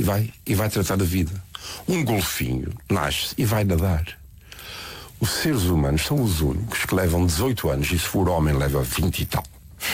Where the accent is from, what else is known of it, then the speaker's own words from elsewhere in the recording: Azores, Portugal; moved away as an adult; now in United States; eu sou açoriano, eu costumo dizer que eu não imigrei ou alarguei fronteiras. Fui dos Açores, vim para aqui, fui para os Estados Unidos. Eu sou da minha terra, sou São Miguel, sou português